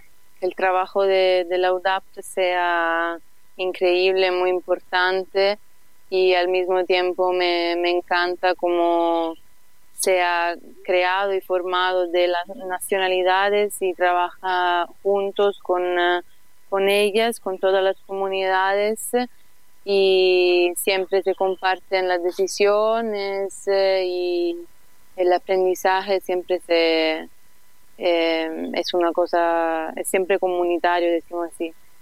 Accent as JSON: {"language": "Spanish", "country": "Italy", "moved": "as an adult", "lives_now": "Ecuador", "said": "soy italiana"}